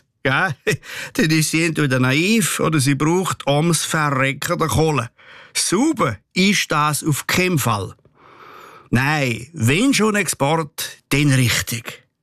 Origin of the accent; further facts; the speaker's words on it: Switzerland; da sind wir Schweizer nämlich weltweit führend